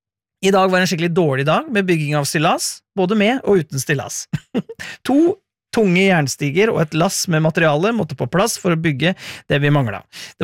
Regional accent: Innlandet, Norway; for jeg kommer fra Hedmarken, og det jo en veldig fin dialekt

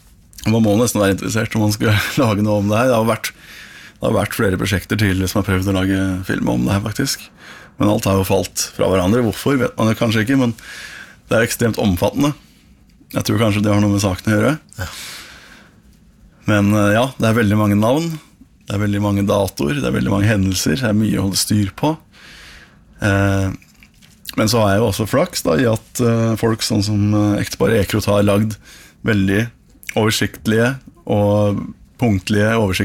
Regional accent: Fredrikstad, Østfold, Norway; Og så er jeg født og oppvokst i Fredrikstad

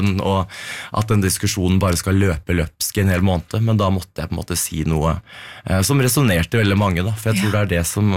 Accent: Moss, Østfold, Norway; now in Oslo, Norway; Nei, altså som når jeg flyttet, jeg kom jo fra Moss, og der var det jo, ikke sant, 2006, da var det ikke veldig mange åpne homofile da, så Oslo ble jo på en måte et fristed

